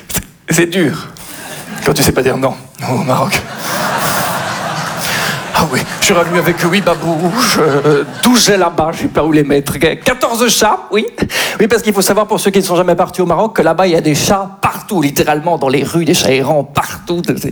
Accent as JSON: {"language": "French", "country": "Belgium", "said": "je suis belge."}